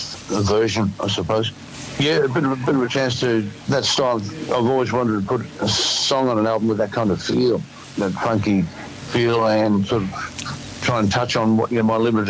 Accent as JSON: {"language": "English", "town": "Alice Springs", "region": "Northern Territory", "country": "Australia", "tie": "born or raised there", "said": "I was born and raised in Alice Springs, mm-hmm. and always maintained friendships there."}